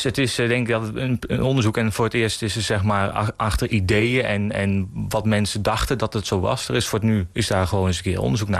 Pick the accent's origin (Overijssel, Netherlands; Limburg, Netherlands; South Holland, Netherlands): Overijssel, Netherlands; Sint Jansklooster; Ja, ik kom zelf uit het Sint-Jansklooster.